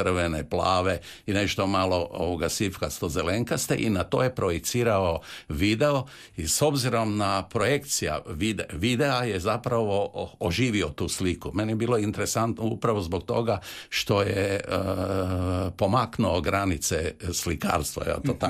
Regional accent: Croatia

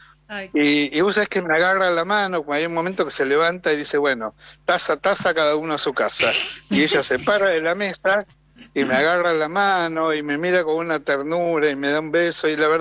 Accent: Buenos Aires, Argentina; de Argentina, de Buenos Aires, la ciudad que más teatro tiene en el mundo, más que Londres y que Nueva York.

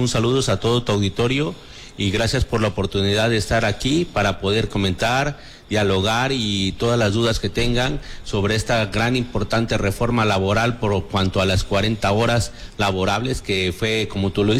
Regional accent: Mexico

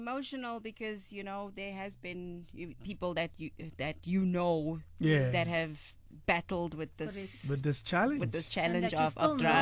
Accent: Johannesburg, Gauteng, South Africa; I grew up in El Dorado Park

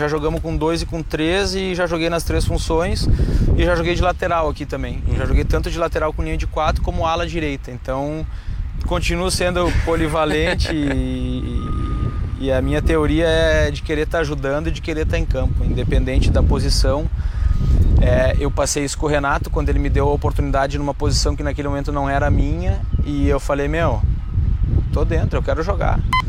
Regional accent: Rio Grande do Sul, Brazil; até porque eu sou de lá, né? Eu sou gaúcho, então as minhas raízes, a minha família tá toda lá

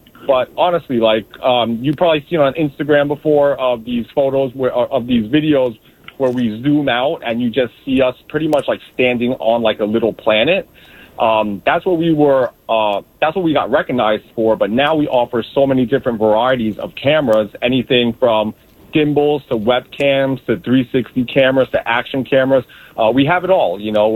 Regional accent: New York City, New York, United States; I was born and raised in Brooklyn and Kensington, and I lived in Bay Ridge for a little bit.

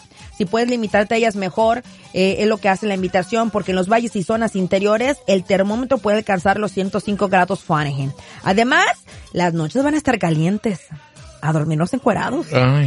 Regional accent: Bakersfield, California, United States; Vengo de Bakersfield también

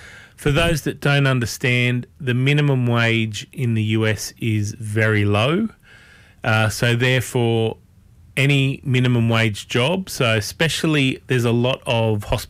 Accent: Australia; I don't know whether people see the stress on my face, or because I'm Australian they let me get away with it

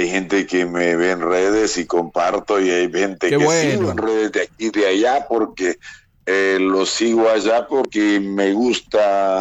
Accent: Honduras; also born or lived in Buenos Aires, Argentina; yo estoy acá en mi país, me vine a Honduras por mi hijo mayor, Josué.

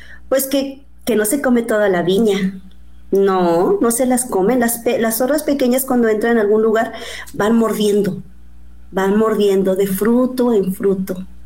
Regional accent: Chiapas, Mexico; vengo de Chiapas

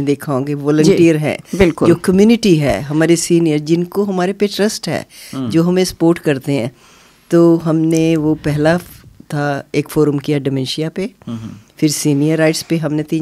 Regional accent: Chandigarh, India; now in Sydney, Australia; मैं चंडीगढ़ से आई थी तो हमारे पास तो मास्टर्स ऑनर्स में है

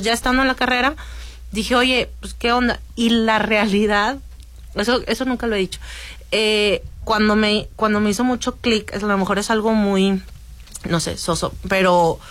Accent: Saltillo, Coahuila, Mexico; Sí, soy orgullosamente coahuilense.

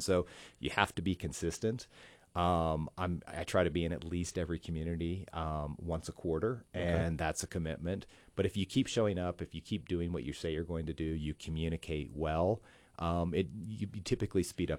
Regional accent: Indiana, United States; It reminds me of where I grew up in Indiana.

